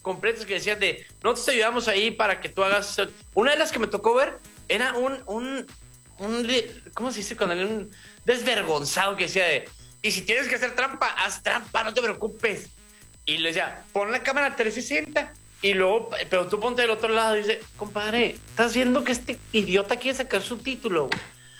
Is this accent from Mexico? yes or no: yes; Mexico; Yo soy mexicano y yo acepto mi realidad.